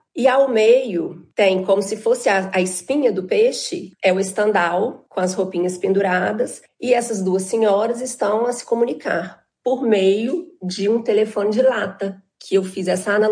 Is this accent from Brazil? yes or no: yes; Brazil; porque eu estou retratando uma cena portuguesa, né? E eu sou brasileira.